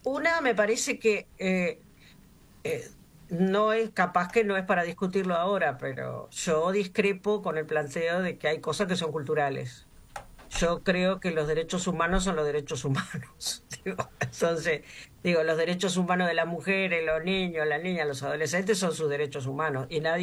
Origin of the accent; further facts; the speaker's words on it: Argentina; now in Uruguay; yo soy migrante, yo vine a vivir de Argentina a Uruguay, pero fue una decisión libre y estoy chocha de haberlo hecho.